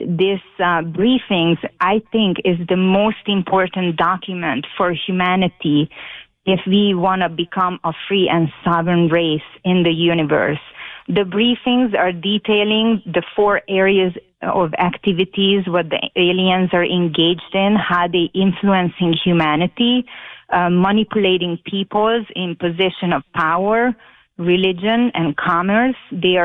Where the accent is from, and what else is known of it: Hungary; born or raised there